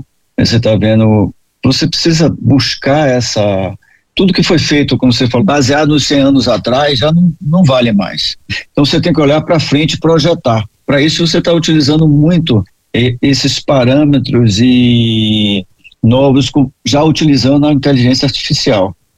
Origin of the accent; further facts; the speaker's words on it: Bahia, Brazil; eu sou do Nordeste, né, na Bahia, e você já convive com isso